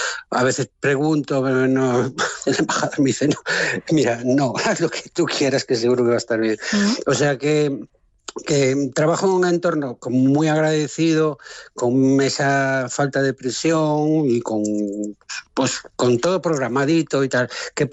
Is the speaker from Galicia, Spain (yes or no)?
yes; Galicia, Spain; now in Estonia; yo soy gallego